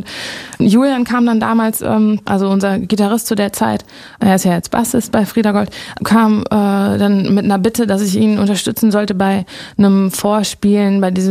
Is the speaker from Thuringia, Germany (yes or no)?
no; North Rhine-Westphalia, Germany; das ist so ein Newcomer-Festival bei uns im Ruhrgebiet